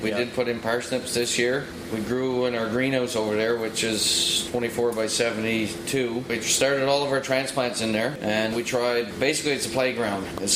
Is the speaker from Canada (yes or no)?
yes; Newfoundland and Labrador, Canada; we started bringing it up to Northern Peninsula, where I'm from